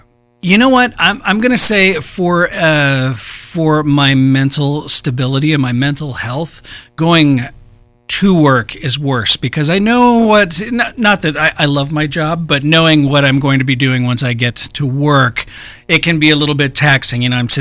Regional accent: San Bernardino, California, United States; born there; also born or lived in Phelan, California; I actually grew up on Elm in San Bernardino. No joke. Elm Avenue in San Bernardino.

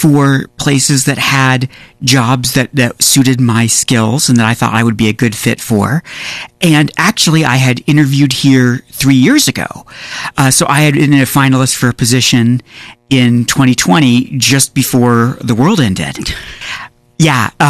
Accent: Topeka, Kansas, United States; moved away as an adult; also born or lived in Albuquerque, New Mexico; I grew up in Topeka, Kansas, which is the capital of Kansas, about an hour from Kansas City. And it's not a super exciting town, but, you know, we're all from somewhere.

